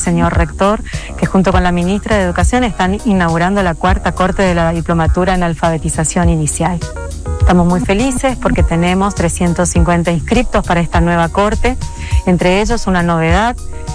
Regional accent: Corrientes, Argentina; Eso nos llena de orgullo como correntinos

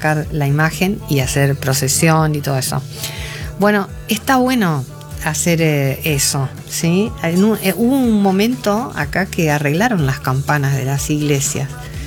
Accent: Avellaneda, Santa Fe, Argentina; moved away; en Avellaneda, Santa Fe, de donde soy oriunda, también hoy es asueto

